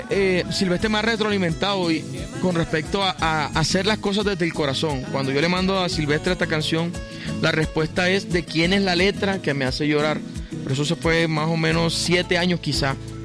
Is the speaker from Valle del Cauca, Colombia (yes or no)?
no; Valledupar, Cesar, Colombia; also born or lived in Barranquilla; Yo soy nacido en Barranquilla, criado en Valledupar. Yo digo que yo soy un híbrido, yo soy vallequillero.